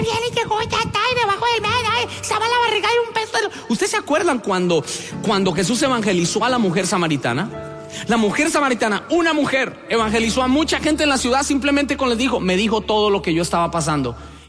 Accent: Colombia; moved away as an adult; now in United States; Ah, nosotros venimos de Colombia.

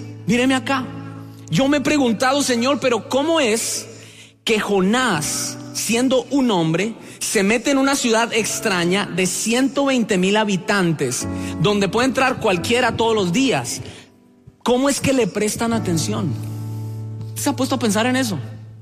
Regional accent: Colombia; ¿De dónde son ustedes? Nosotros venimos de Colombia.

